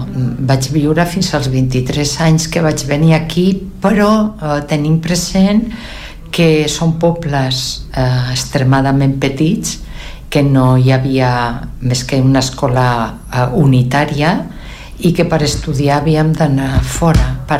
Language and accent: Catalan; Madrid de las Caderechas, Castile and León, Spain; born there; moved away; El meu poble es diu Madrid de les Caderetxes.